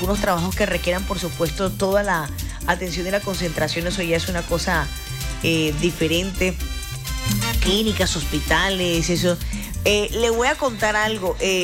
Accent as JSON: {"language": "Spanish", "country": "Colombia", "said": "unirnos no solamente como equipo de trabajo, sino también como colombianos, que más que nunca tenemos el corazón tricolor."}